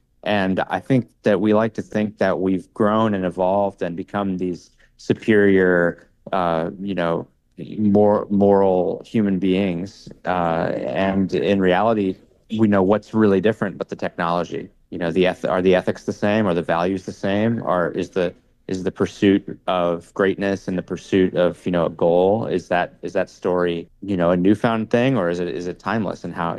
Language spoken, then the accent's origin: English; United States; It's very important for me as an American filmmaker to recognize that we are a country of many cultures, and we're a country of many just different languages and backgrounds and makeups.